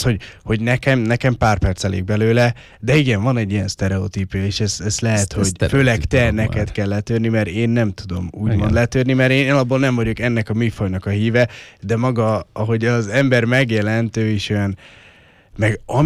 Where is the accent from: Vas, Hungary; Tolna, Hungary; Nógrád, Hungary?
Tolna, Hungary; Paks; ugye paksiak vagyunk